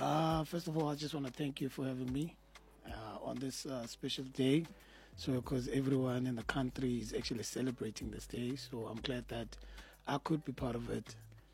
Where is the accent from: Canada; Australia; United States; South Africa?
South Africa; Cape Town, Western Cape; Now, I'm from Cape Town